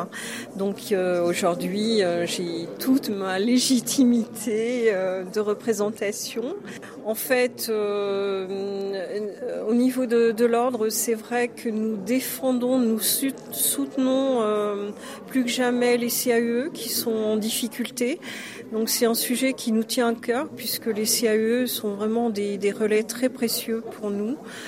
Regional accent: Bourgogne-Franche-Comté, France; Je suis architecte nivernaise, hein. Je suis installée dans le sud du Nivernais.

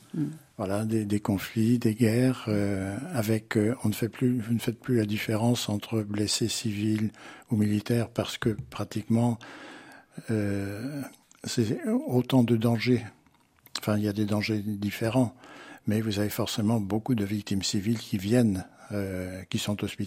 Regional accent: France; chez nous en France

